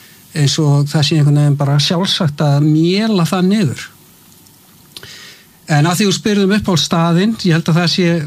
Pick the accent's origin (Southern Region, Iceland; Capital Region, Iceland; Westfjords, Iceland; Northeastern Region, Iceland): Capital Region, Iceland; Hafnarfjörður; Ég hérna alinn upp í hraunin í Hafnæri